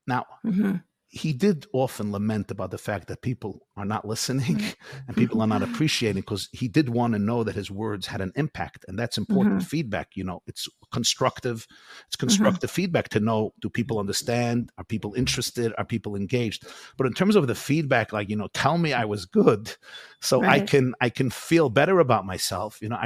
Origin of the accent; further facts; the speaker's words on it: New York City, New York, United States; I grew up in Crown Heights, and I had the privilege of literally growing up at the feet of the Rebbe.